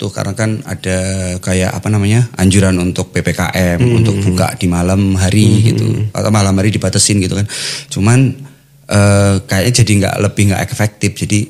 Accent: Tulungagung, East Java, Indonesia; also born or lived in Jakarta / Surabaya

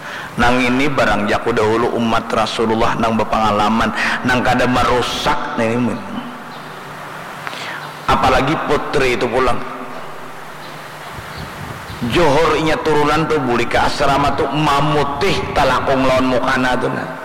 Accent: South Kalimantan, Indonesia; sedangkan kita orang Banjar 3 kali seminggu

